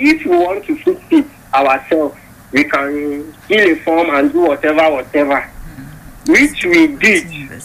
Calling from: Jos, Plateau, Nigeria; I'm calling from Feringada Tomato Market, Axis.

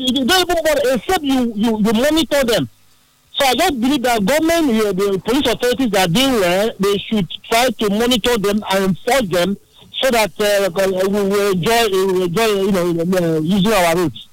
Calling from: Port Harcourt, Rivers, Nigeria; I'm calling from Port Harcourt.

